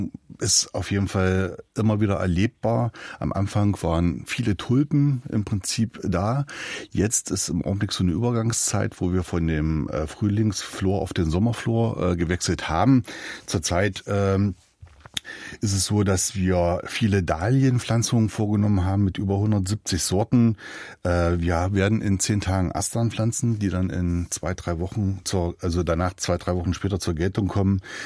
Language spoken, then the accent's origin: German; Leinefelde, Thuringia, Germany; born or raised there